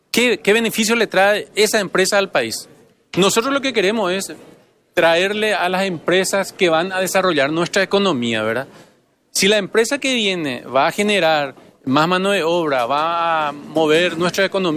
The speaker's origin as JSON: {"language": "Spanish", "country": "Paraguay", "said": "a nosotros como paraguayos nos interesa."}